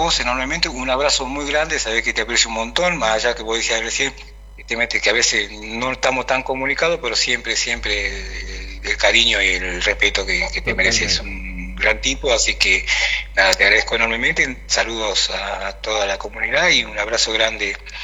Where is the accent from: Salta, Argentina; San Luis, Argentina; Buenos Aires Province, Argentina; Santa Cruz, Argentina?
Salta, Argentina; Embarcación; moved away; poder estar nuevamente acá viviendo en mi patria chica